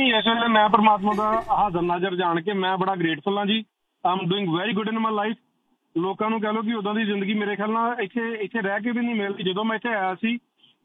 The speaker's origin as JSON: {"language": "Punjabi", "region": "Punjab", "country": "India", "said": "ਮੈਂ ਗੁਰਦਾਸਪੁਰ ਜ਼ਿਲ੍ਹੇ ਤੋਂ ਬਿਲੋਂਗ ਕਰਦਾ ਜੀ"}